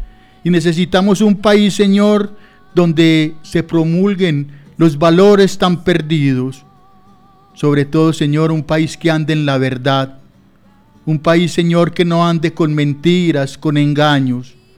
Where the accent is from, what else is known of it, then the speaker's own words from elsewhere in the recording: Colombia; muchos colombianos nos dejamos llevar